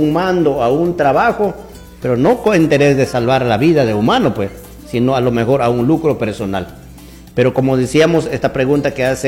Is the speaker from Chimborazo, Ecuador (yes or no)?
yes; Chimborazo, Ecuador; Hoy el pueblo quichua, digamos, el pueblo del Chimborazo, digamos, están preparando, estamos preparando.